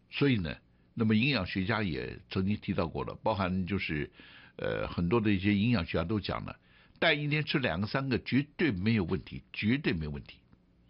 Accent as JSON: {"language": "Chinese", "country": "China", "said": "我们一般就是我们中国人早餐，老一辈的都是怎么样？稀饭配什么豆腐乳啦，配什么咸鸭蛋啦"}